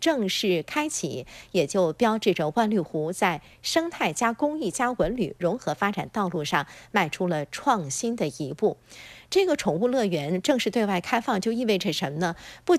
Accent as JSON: {"language": "Chinese", "region": "Guangdong", "country": "China", "said": "这是我们广东人和远人都非常熟悉的一种中草药麦冬啊"}